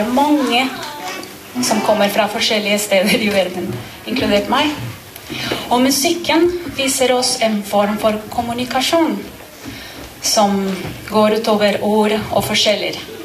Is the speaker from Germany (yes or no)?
no; Colombia; first language Spanish; Norwegian is a second language; now in Northern Norway; Mitt sjelspråk spansk. Jeg kommer fra Colombia, men jeg elsker å synge på portugisisk.